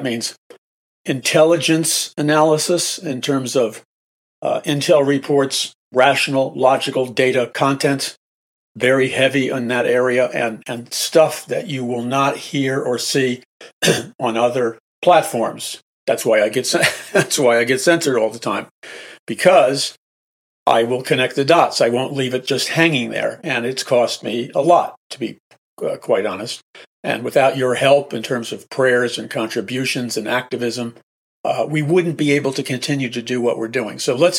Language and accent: English; New York City, New York, United States; All my life growing up in New York City